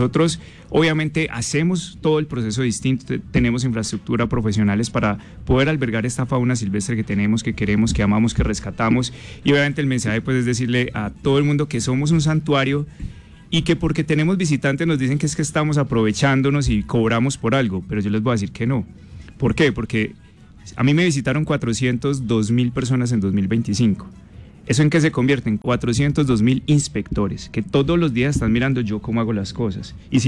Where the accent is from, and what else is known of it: Pereira, Risaralda, Colombia